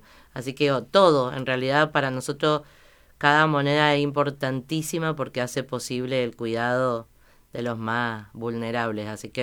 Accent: Maipú, Mendoza, Argentina; moved away; En Mendoza. Soy mendocina y mi comunidad anterior fue en Mendoza.

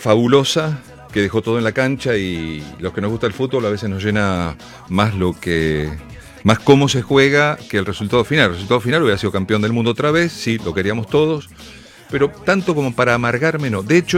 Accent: Argentina; me pusieron contento como argentino

